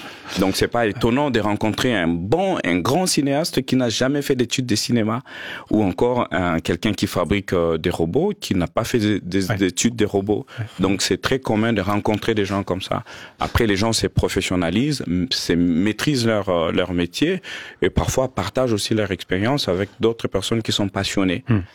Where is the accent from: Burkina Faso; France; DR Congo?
DR Congo; Kinshasa; je suis né et grandi à Kinshasa.